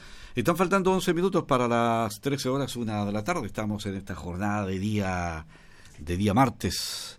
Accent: Chile

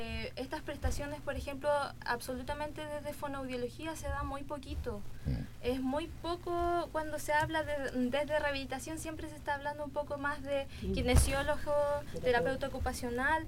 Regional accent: Los Lagos, Los Ríos, Chile; soy de aquí de Los Lagos

